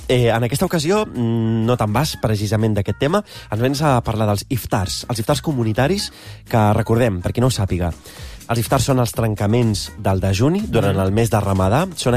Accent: Roses, Catalonia, Spain; Jo soc de Roses, de Girona

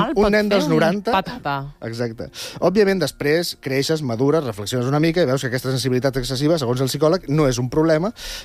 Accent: Viladecans, Catalonia, Spain; A la meva escola de Viladecans, on, com totes les escoles

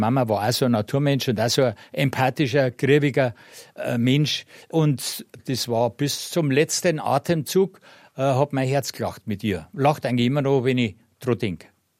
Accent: Munich, Bavaria, Germany; Und da bin ich aufgewachsen in Basing in der Mayhofstraße.

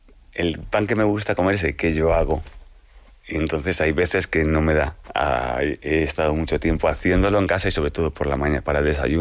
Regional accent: Brunete, Community of Madrid, Spain; also born or lived in Carabanchel; Porque yo me crié allí. O sea, yo pasé de Carabanchel hasta luego me crié en Brunete.

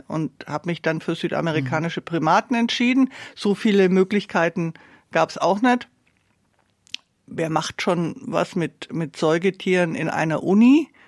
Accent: Nuremberg, Bavaria, Germany; born there; Also genau, Nürnberg.

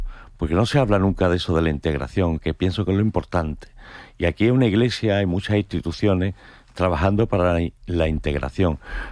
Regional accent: Andalusia, Spain; A mí me recuerda mucho mi pueblo, ¿no? Andaluz

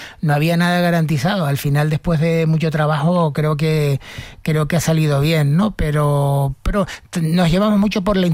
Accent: Tejina, Canary Islands, Spain; yo, en mi pueblo, en Tejina, en el que nací

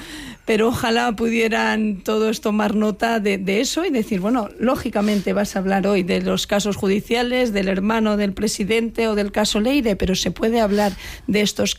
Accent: Spain; now in Madrid, Spain; yo como española y como, bueno, pues no soy de Madrid, pero vivo aquí

